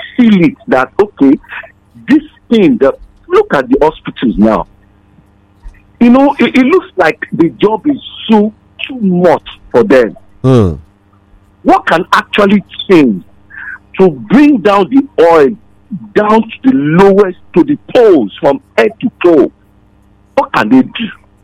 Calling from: Nigeria; from Ajota.

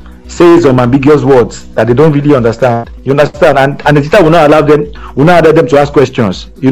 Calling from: Lagos, Nigeria; I'm calling from Ogba.

